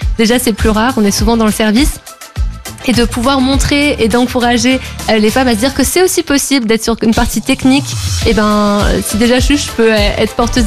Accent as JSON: {"language": "French", "town": "Strasbourg", "region": "Grand Est", "country": "France", "said": "Alsacienne à 100% avec un père lorrain, mais on est en Alsace."}